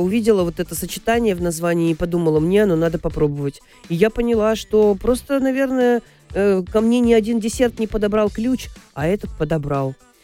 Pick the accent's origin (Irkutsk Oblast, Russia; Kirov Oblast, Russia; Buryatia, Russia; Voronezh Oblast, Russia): Kirov Oblast, Russia; Kirov; 1700 километров от Санкт-Петербурга до моего родного города Кирова